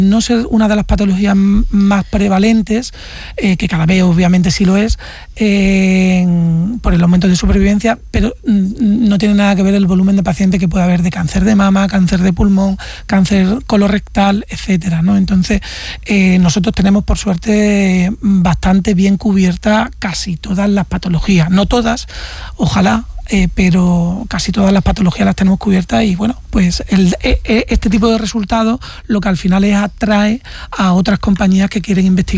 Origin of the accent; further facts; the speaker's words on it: Extremadura, Spain; also born or lived in Córdoba; now in Málaga, Spain; yo soy extremeño, realmente.